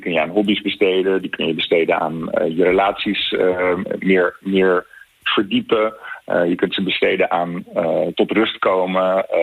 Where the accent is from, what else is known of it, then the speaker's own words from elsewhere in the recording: Netherlands; als Nederlanders zijnde